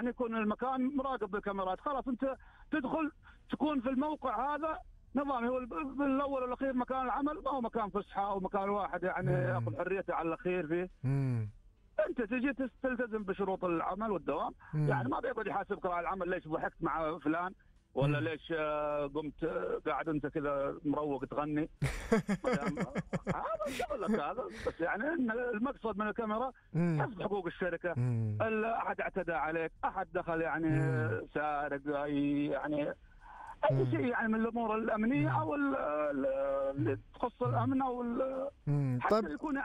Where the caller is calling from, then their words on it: Jeddah, Makkah Province, Saudi Arabia; اكلمك من جده